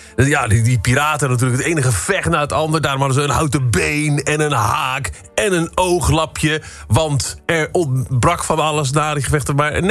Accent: Overijssel, Netherlands; ik kom zelf uit Twente, daar hadden we er heel veel.

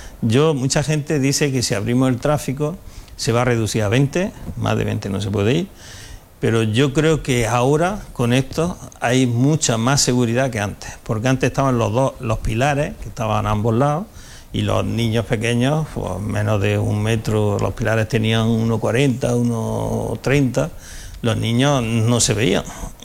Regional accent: Úbeda, Andalusia, Spain; Yo soy del barrio del Ejido, el del Lejío.

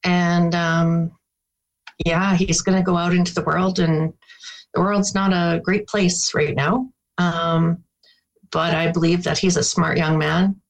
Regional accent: Saskatchewan, Canada; But for me, I didn't. I come from Saskatchewan.

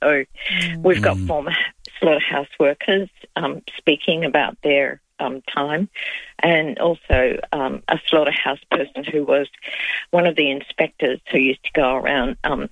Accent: Adelaide, South Australia, Australia; moved away; Adelaide is my hometown

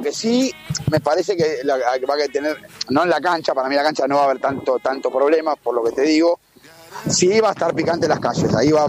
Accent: Argentina; Sí, acá viste cómo somos los argentinos, que se juntan todos.

